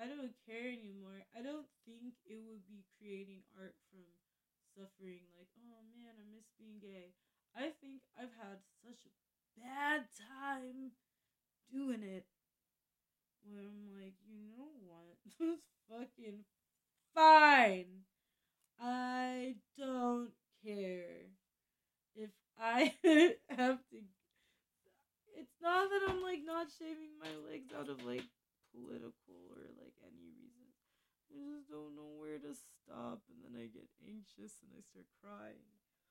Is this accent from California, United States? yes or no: yes; Fairfield, California, United States; I grew up in Fairfield